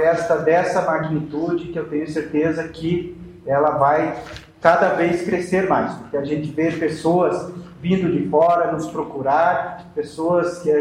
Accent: Vacaria, Rio Grande do Sul, Brazil; nós moramos em Vacaria e que nós somos de Vacaria.

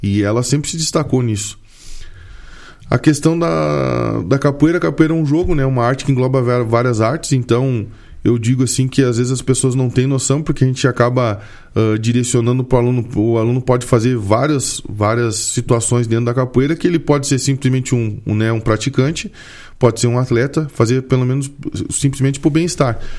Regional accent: Rio Grande do Sul, Brazil; a gente vem do interior, né, do Rio Grande do Sul

